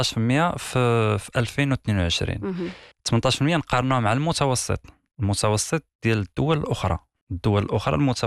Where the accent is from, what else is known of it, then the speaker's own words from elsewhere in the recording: Morocco; عندنا في المغرب